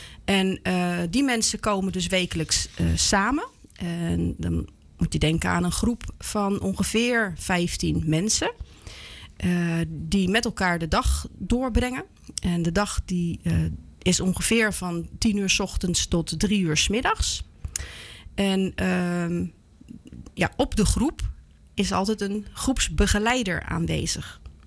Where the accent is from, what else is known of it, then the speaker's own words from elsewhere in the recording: The Hague, South Holland, Netherlands; 49 lentes jong. Bovenal moeder van mijn 3 kinderen. Ik kom uit Den Haag